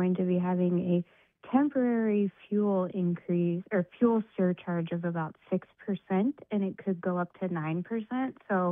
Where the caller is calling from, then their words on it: Wrangell, Alaska, United States; I live in Wrangell, which is located in Southeast, and everything that we receive, like our groceries and everything, comes via barge